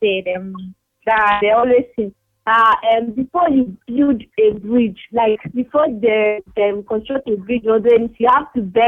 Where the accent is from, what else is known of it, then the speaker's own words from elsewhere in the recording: Benue, Nigeria; I'm from Benue State, Idoma.